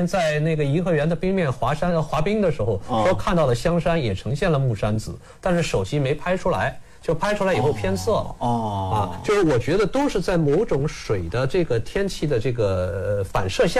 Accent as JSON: {"language": "Chinese", "country": "China", "said": "我们中国人"}